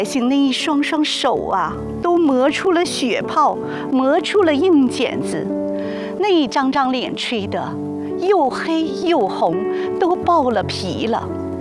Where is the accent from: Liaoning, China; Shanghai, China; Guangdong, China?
Liaoning, China; 是土生土长的大梨树姑娘，中专一毕业就回到村里工作。